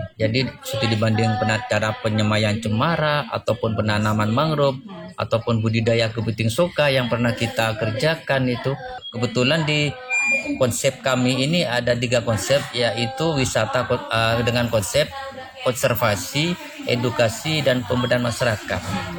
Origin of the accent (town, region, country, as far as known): East Java, Indonesia